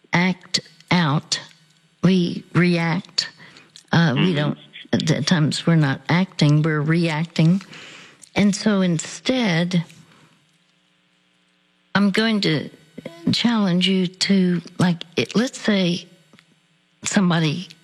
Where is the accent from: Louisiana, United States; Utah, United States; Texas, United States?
Texas, United States; Dallas; and they would come to Dallas. I'm from Dallas.